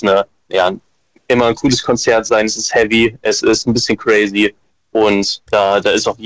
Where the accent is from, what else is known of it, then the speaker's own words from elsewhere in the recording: Braunschweig, Lower Saxony, Germany; Wir kommen aus Braunschweig und Umgebung.